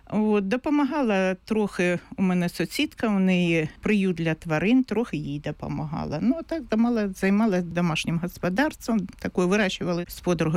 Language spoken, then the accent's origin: Ukrainian; Makiivka, Donetsk Oblast, Ukraine; moved away as an adult; also born or lived in Myrnohrad; взагалі я народилася в Макіївці. Нас в родині було троє дітей, я і два братика.